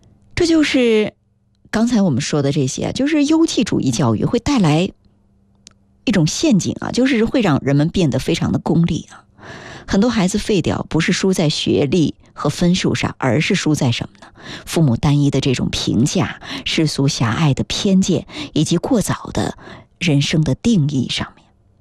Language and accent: Chinese; China; 我们中国人